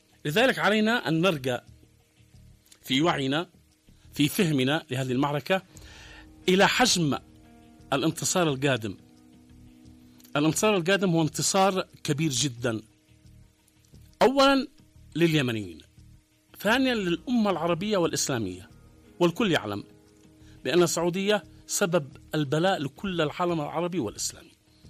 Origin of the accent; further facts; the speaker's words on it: Yemen; بس احنا كيمنيين معركة مصيرية